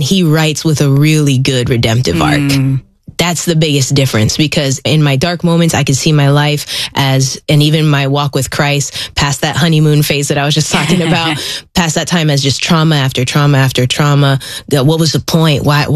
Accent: Philippines; also born or lived in Puerto Rico; Like, I'm a Filipino, I'm a Puerto Rican.

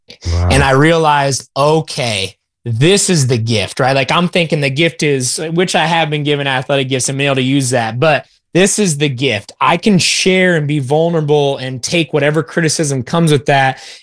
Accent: Iowa, United States; moved away as an adult; now in Oklahoma City, United States; I'm from Iowa, FCA there.

